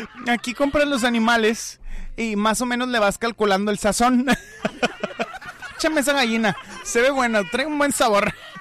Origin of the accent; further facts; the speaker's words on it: Monterrey, Nuevo León, Mexico; soy de aquí de Monterrey